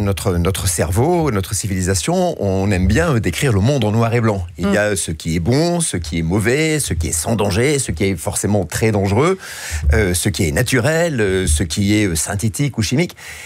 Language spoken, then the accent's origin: French; Biarritz, Nouvelle-Aquitaine, France; born there